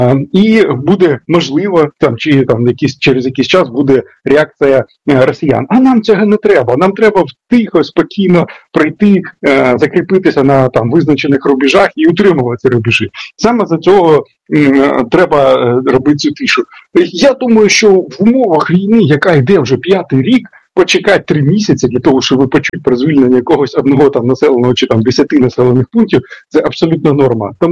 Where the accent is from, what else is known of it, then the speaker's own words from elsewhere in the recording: Sumy, Sumy Oblast, Ukraine; В моєму рідному місті Суми була ситуація